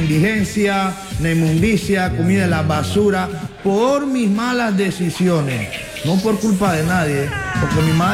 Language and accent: Spanish; Panama City, Panamá, Panama; Y yo nací, yo crecí en una ciudad en Panamá, en la capital, se llama San Miguel, donde el traidor de la droga estaba a la puerta de tu casa.